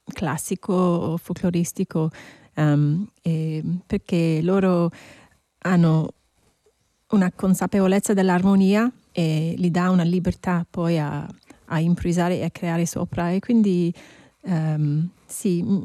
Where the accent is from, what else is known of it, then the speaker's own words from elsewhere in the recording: Ireland; Italian is a second language; moved away; io sono stata cresciuta in Irlanda con la musica folk